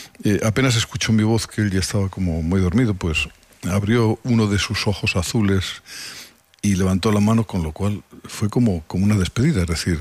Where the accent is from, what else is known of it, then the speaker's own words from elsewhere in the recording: Albacete, Castilla-La Mancha, Spain; moved away as an adult; now in Madrid, Spain; Yo vengo de Albacete a estudiar periodismo, me encuentro con ellos, yo cantaba, un poquito cantaba en Albacete